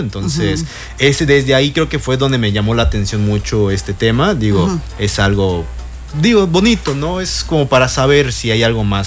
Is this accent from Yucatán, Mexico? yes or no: yes; Yucatán, Mexico; como típicos yucatecos, les encanta la hamaca, pues yo siempre he sido más de dormir en la hamaca.